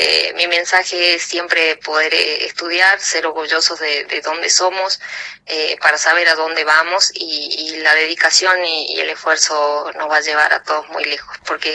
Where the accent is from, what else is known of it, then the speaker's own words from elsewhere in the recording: Santa Catalina, Jujuy, Argentina; como soy de Santa Catalina